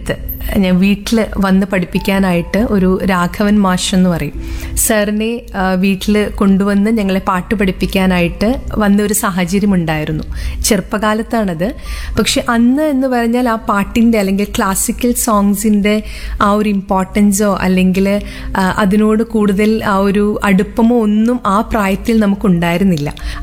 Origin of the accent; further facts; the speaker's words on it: Mavelikkara, Kerala, India; now in Aluva, India; എൻ്റെ നാട്, ഞാൻ ജനിച്ചു വളർന്ന സ്ഥലം എന്ന് പറയുന്നത് മാവേലിക്കരയാണ്. ആലപ്പുഴ ജില്ലയിലെ മാവേലിക്കര എന്ന് പറയുന്ന സ്ഥലത്താണ് ഞാൻ ജനിച്ചു വളർന്നത്.